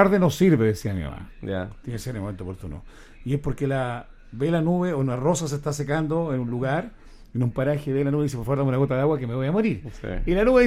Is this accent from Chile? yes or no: yes; Cabildo, Valparaíso, Chile; Yo siempre he dicho, soy de Cabildo y del Bellavista.